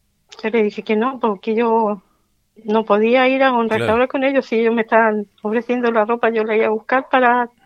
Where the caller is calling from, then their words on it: Malloa, O'Higgins, Chile; Yo estoy llamando de acá, del lado de Santa Inés de Malloa.